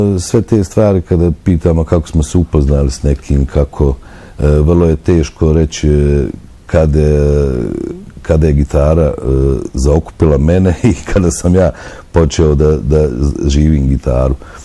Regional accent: Tuzla, Tuzla Canton, Bosnia & Herzegovina; Uvijek je izazovno, ali osjećam odgovornost kao Tuzlak i čovjek koji živi ovdje, da barem jednom godišnje, jeli, poklonim, odnosno da odsviram koncert za svoje Tuzlake

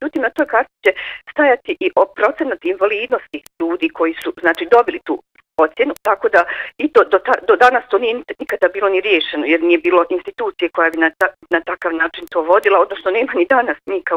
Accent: Bosnia & Herzegovina; samo kod nas u Bosni i Hercegovini postoji.

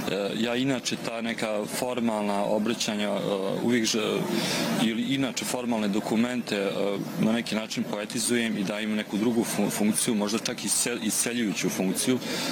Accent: Prijedor, Republika Srpska, Bosnia & Herzegovina; Kada govorimo o lokalnoj dubini, to prvo mislimo na to mjesto dakle ja potičem, a ja sam odrastao u Prijedoru.

